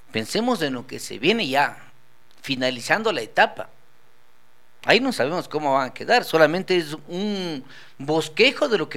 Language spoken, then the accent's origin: Spanish; Riobamba, Chimborazo, Ecuador; Es como yo soy de cantón, soy de Riobamba.